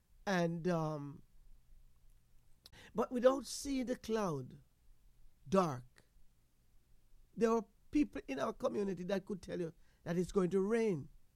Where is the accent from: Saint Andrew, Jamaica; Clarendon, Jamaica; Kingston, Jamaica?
Clarendon, Jamaica; Portland Cottage; the flashback is when I was growing up in Portland Cottage, with my grandmother.